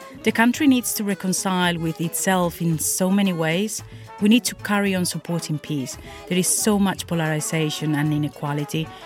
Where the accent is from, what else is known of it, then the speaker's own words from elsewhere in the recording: Timbiquí, Cauca, Colombia; Growing up in Timbiquí was magic. I was surrounded by a big community, like a big family. You could breathe music from every corner.